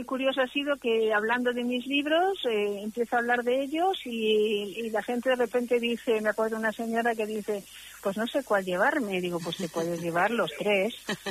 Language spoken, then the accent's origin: Spanish; Zaragoza, Aragon, Spain; moved away as an adult; now in Madrid, Spain; Bueno, yo soy de Zaragoza y vine aquí por trabajo, por lo mismo que la protagonista de mi libro, y llevo aquí ya 50 años viviendo, o sea, mucho tiempo.